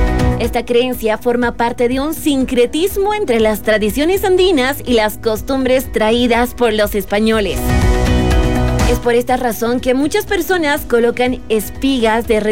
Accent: La Paz, Bolivia; los que somos de La Paz, Bolivia

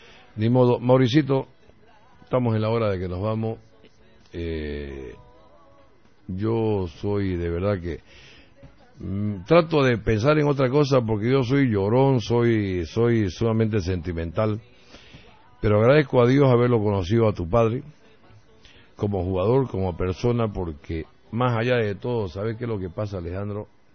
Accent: Chaco, Bolivia; O sea, yo soy chaqueño

